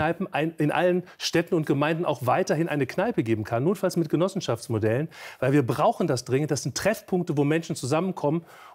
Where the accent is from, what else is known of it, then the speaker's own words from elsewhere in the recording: Cologne, North Rhine-Westphalia, Germany; ich komme ja aus Höhenberg und Pfingst in Köln, wo der Pfarrer Meurer mein Pastor gewesen ist.